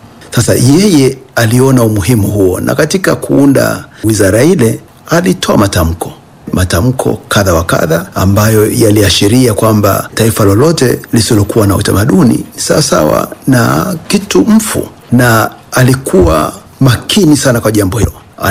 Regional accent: Serengeti District, Mara, Tanzania; Sisi ni Wangoreme na tunatoka wilaya ya Serengeti

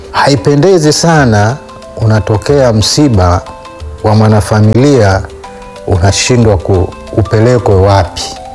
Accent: Same, Kilimanjaro, Tanzania; moved away; Kijijini kwetu tuna nyumba yetu Same kule

